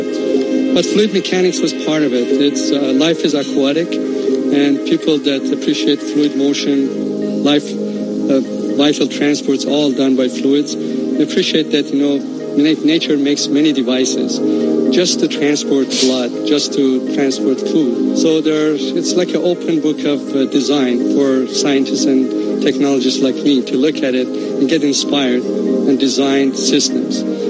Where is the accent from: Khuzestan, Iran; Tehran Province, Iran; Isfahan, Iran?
Tehran Province, Iran; Tehran; born there; من در تهران متولد شدم